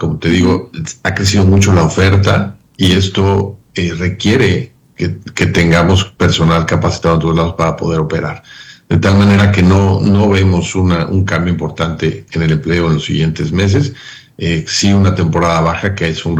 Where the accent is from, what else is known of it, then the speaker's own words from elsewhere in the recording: Mexico; Fue muy divertido el Mundial como mexicano.